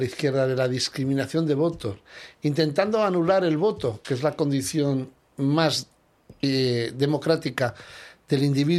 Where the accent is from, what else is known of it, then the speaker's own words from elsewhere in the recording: Spain; now in Peru; Se lo digo yo que soy extranjero, que soy español, y yo no he votado.